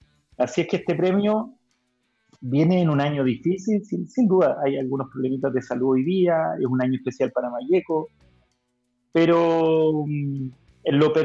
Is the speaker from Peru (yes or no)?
no; Argentina; now in Chile; Yo crecí en Argentina escuchando a Marcelo Araujo cuando él parte su furor en la década del 80, y yo crezco ahí. Llego en Chile, llego a Chile, llegamos en el año 90